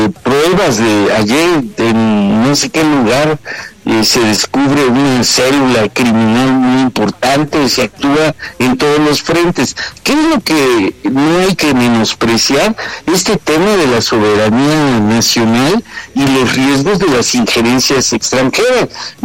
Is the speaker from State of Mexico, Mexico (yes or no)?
no; Veracruz, Mexico; No, fíjate que yo soy de Veracruz y yo siempre estoy acostumbrado a la soberanía nacional, el pueblo veracruzano cuatro veces heroico, allá sí lo sabemos esto